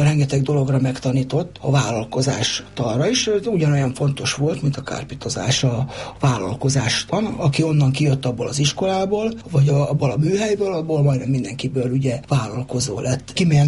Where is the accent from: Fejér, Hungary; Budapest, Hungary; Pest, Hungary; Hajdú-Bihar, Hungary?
Fejér, Hungary; Székesfehérvár; egyébként ugye mondtam, hogy székesfehérvári vagyok, ez az iskola pedig Dunaújvárosban volt, édesanyám nem mert oda elengedni engem.